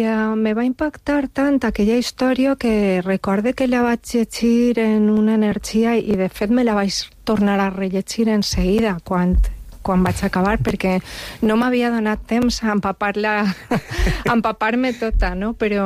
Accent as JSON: {"language": "Catalan", "town": "Xàtiva", "region": "Valencian Community", "country": "Spain", "said": "Soc de Xàtiva i ho dic aixina perquè perquè és que aixina com poso en el balconet este de, del Beiberet, Xàtiva enamora"}